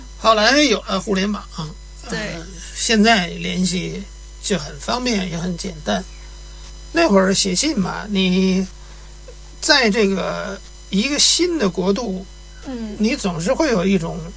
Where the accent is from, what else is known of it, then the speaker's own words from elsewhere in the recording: China; moved away as an adult; 因为我们那个年代，到这边来，我们属于这个从大陆出来的第一批。